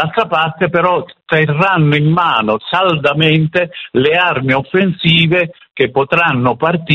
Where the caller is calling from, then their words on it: Tuscany, Italy; Siamo dalla Lunigiana, a poche decine di chilometri dal campo d'Arby, vicino Livorno.